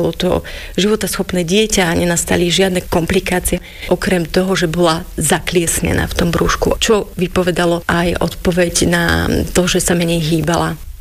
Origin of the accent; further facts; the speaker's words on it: Hontianske Nemce, Banská Bystrica Region, Slovakia; Hontianske Nemce, to je taká menšia dedinka, nejaký 25-26 kilometrov od Banskej Štiavnice.